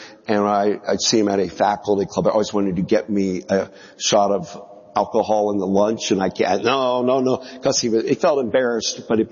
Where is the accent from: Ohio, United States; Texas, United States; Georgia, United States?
Ohio, United States; born there